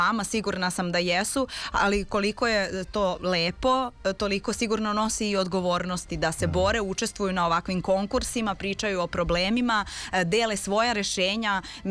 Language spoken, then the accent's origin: Serbian; Serbia; to je meni kao domaćinu, kao nekom koja je odavde, meni prija da čujem da se neko lepo i domaćinski osjeća